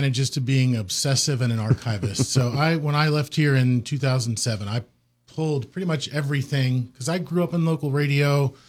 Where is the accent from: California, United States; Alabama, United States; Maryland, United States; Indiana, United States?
Maryland, United States; Baltimore; moved away as an adult; now in Shepherdstown, United States; I'm from the Baltimore area originally, and I came to Shepherd in 88.